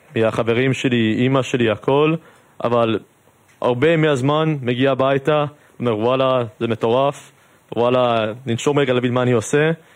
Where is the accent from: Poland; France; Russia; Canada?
Canada; Toronto, Ontario; Hebrew is a second language; now in Israel; זה מצחיק, בטורונטו מרגיש ישראלי, ופה אני מרגיש אמריקאי, אז יש שתי זהות, זה מוזר.